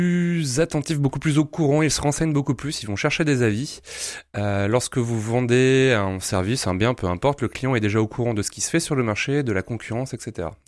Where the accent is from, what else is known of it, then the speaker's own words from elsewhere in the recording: Lille, Hauts-de-France, France; je suis nordiste, j'ai eu la chance de voyager beaucoup, mais je reviendrai toujours à Lille.